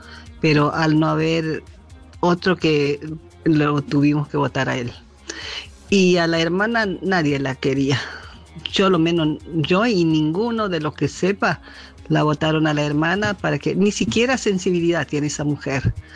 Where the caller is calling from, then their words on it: Villa de Mayo, Buenos Aires Province, Argentina; vivo en Villa de Mayo.